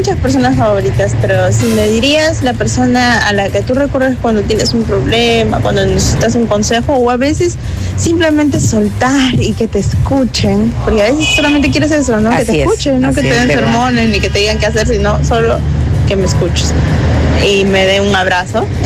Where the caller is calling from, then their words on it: Chimbote, Ancash, Peru; de Chimbote.